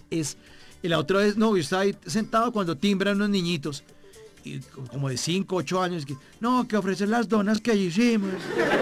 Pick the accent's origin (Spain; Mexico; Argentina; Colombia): Colombia; Bogotá; now in Medellín, Colombia; que soy Rolo … yo vivo en Medellín.